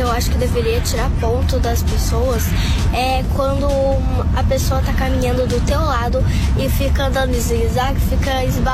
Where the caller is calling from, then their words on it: Rio Grande, Rio Grande do Sul, Brazil; de Rio Grande. Tô com 9 anos e tô quase fazendo 10.